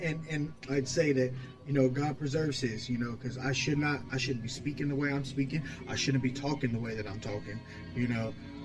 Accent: Mississippi, United States; moved away; also born or lived in Virginia; So I was born in Virginia, but I guess we left there when I was a real little kid, like probably like two, maybe. I had a lot of my childhood raised in Mississippi

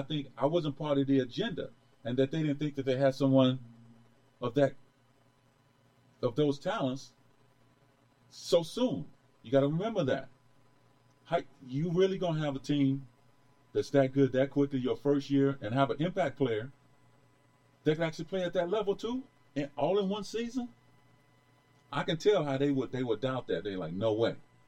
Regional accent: United States; Because I'm from Carolina.

